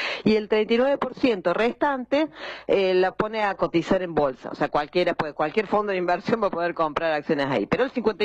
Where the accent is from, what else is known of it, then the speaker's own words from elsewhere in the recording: Córdoba, Argentina; accent: cordobés; now in Buenos Aires, Argentina; Soy de Córdoba, pero sí vivo acá en Buenos Aires.